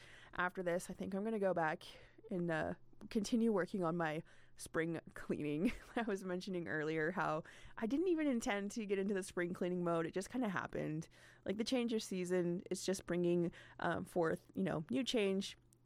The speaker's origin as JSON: {"language": "English", "town": "Prince George", "region": "British Columbia", "country": "Canada", "tie": "born or raised there", "said": "like I born and raised in Prince George"}